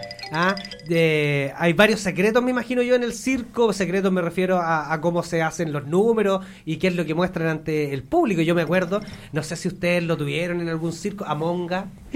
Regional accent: Sagrada Familia, Maule, Chile; born there; Yo soy de campo, de Sagrada Familia

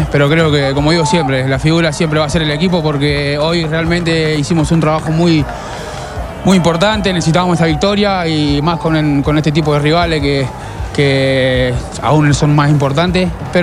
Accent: Argentina; moved away as an adult; now in Rancagua, Chile; mi familia que está en Argentina, a la gente de mi pueblo

